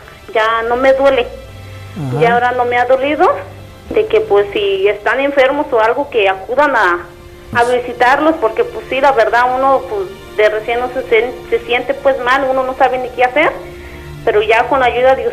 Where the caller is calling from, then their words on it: Guadalajara, Jalisco, Mexico; aquí estoy, ahorita aquí en Guadalajara.